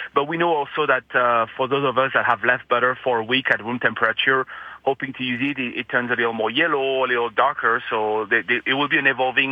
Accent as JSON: {"language": "English", "region": "southwest France", "country": "France", "tie": "born or raised there", "said": "it's been a dream of mine for many years to showcase my hometown and where I come from, because it's still the south of France, but not the as glamorous or fancy French Riviera, because I'm on the west side."}